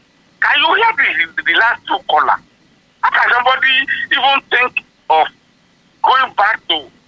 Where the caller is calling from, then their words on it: Ibadan, Oyo, Nigeria; from Ibadan.